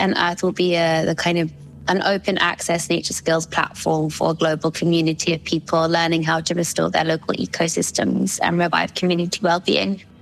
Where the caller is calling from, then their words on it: South East England, United Kingdom; I am tuning in from West Sussex in the UK, kind of southwest of the UK.